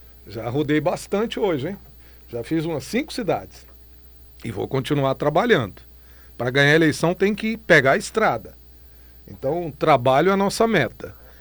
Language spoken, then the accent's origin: Portuguese; Goiânia, Goiás, Brazil; born there; Sou goiano, minha família é do sudoeste de Goiás, eu nasci em Goiânia